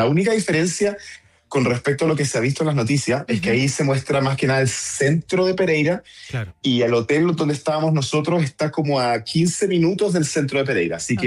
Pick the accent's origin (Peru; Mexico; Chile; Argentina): Chile; Yo, como chileno, esperé un rato, típico